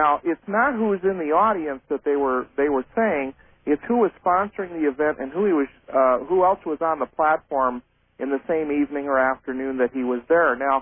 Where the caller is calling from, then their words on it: California, United States; in California.